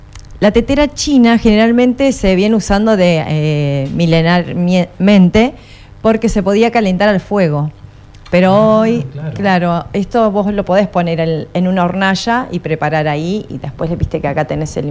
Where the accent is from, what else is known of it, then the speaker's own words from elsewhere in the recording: Neuquén, Argentina; moved away as an adult; now in San Martín de los Andes, Argentina; en mi ciudad de donde soy, que soy de Neuquén Capital. Cuando me vine a vivir acá a San Martín, bueno, esto es una aldeita